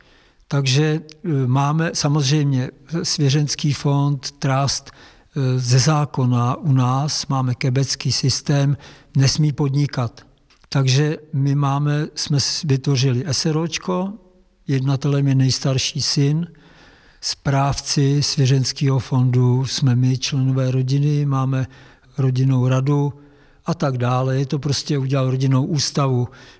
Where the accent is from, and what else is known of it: Liberec, Liberec Region, Czechia; born there